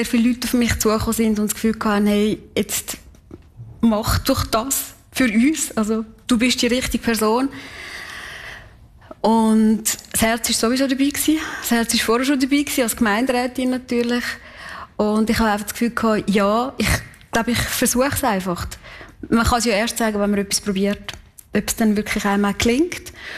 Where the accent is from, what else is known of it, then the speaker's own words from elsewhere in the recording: Kaltbrunn, St. Gallen, Switzerland; weil ich bin in Kaltbrunn aufgewachsen. Ich bin ein Kaltbrunnerin durch und durch.